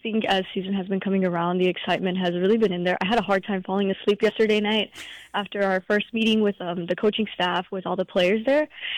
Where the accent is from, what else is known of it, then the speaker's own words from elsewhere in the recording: Texas, United States; of course, I'm from Texas, so growing up in the recruiting process, of course, I reached out to Baylor